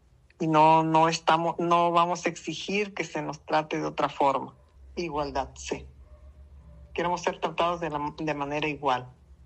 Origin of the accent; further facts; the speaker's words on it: Pinotepa Nacional, Oaxaca, Mexico; moved away as an adult; now in El Ciruelo, Mexico; yo estudié en la ciudad de Pinotepa, yo vivo en el Cirilo, me casé para acá, pero yo de niña estudié ahí en Pino.